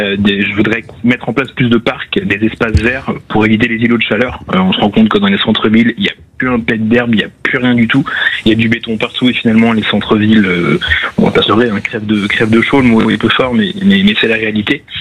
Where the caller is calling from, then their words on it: Vannes, Brittany, France; je suis sur Vannes